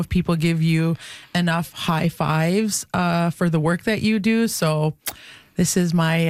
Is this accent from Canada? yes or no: yes; Kitigan Zibi, Quebec, Canada; I'm from Kittigan Zibi Anishinaabeg.